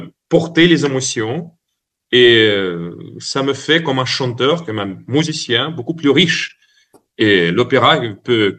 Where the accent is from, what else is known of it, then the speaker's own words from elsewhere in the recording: Île-de-France, France; born there; French is a second language; je suis né en France, à Bastille, et donc peut-être ça restait toujours ma maison.